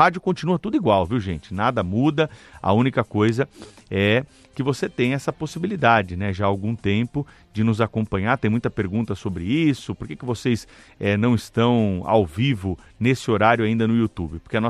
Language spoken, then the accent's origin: Portuguese; Mogi Mirim, São Paulo, Brazil; hoje vai para Mogi Mirim, minha terra natal aí, interior do estado de São Paulo, hein?